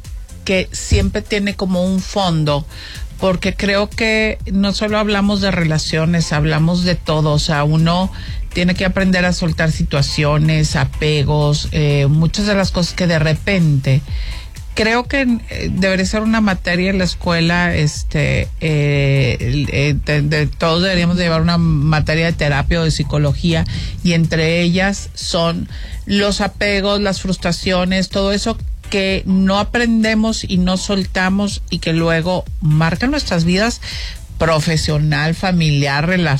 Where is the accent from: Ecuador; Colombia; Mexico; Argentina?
Mexico